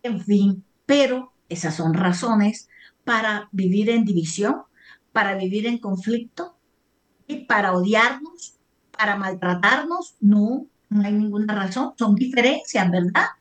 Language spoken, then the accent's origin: Spanish; Colombia; nosotros los colombianos, independientes si somos costeños, cachacos, del norte